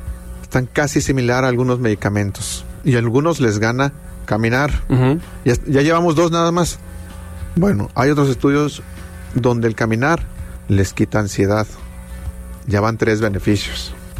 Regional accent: Mexico City, Mexico; moved away; yo soy de la Ciudad de México, allá el tráfico está un poquito más pesado.

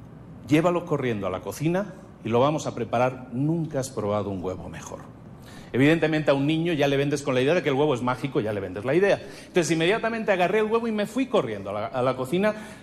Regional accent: Barcelona, Catalonia, Spain; En Galicia, yo con 7 años, soy de Barcelona, pero los veranos los pasaba en Galicia. Y los pasaba con mi abuela.

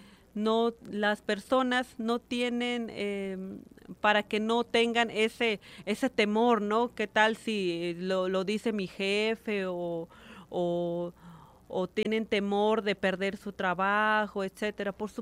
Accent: Tlachichilco, Veracruz, Mexico; Soy originaria de una comunidad que se llama Xalame, municipio de Tlachichilco, Veracruz, en el norte del estado, de la Huasteca Veracruzana.

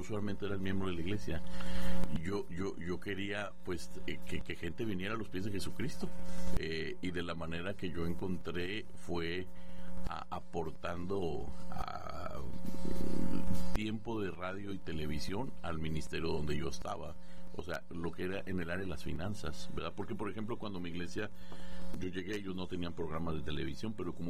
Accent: Guadalajara, Jalisco, Mexico; Ah, pero sí, soy de Guadalajara.

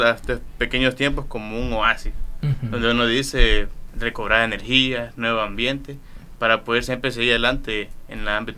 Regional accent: Choloma, Cortés, Honduras; moved away as an adult; now in Tegucigalpa, Honduras; pasé mi tiempo de vacaciones esta semanita en el municipio de origen, en Choloma.

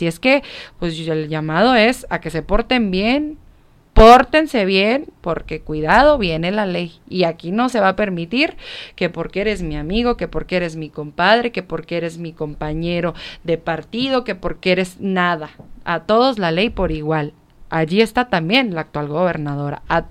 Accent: Ciudad Juárez, Chihuahua, Mexico; born there; also born or lived in Parral; soy nacida en Ciudad Juárez, pero mi familia parralense. Y luego, pues viniendo a Chihuahua capital todo el tiempo

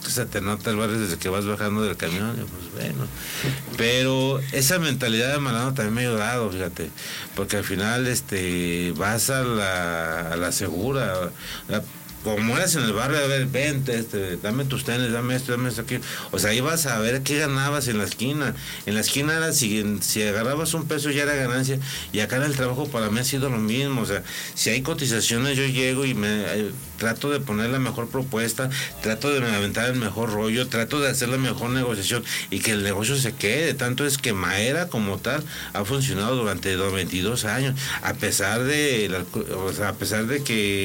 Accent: Mexico; Yo digo, prácticamente crecí siempre en el Infonavit Morelos, pero siempre bajaba a la barranca.

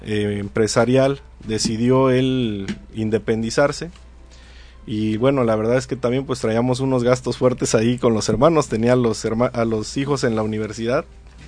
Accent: Acapulco, Guerrero, Mexico; also born or lived in State of Mexico; Llegamos a Acapulco. Hago aquí pues toda mi vida. Yo soy acapulqueño. Aunque nací en el Estado de México, pues desde los 2 años vivo aquí. No me acuerdo nada de allá. Si me preguntan, prácticamente toda mi vida ha sido en Acapulco.

